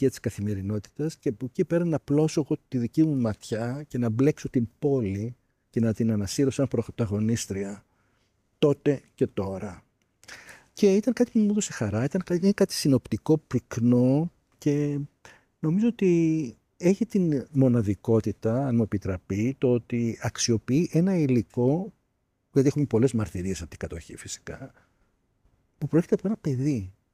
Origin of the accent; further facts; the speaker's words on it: Athens, Attica, Greece; Όπως είπα στην αρχή της συνομιλίας μας, μεγάλωσα στην Πατησίων.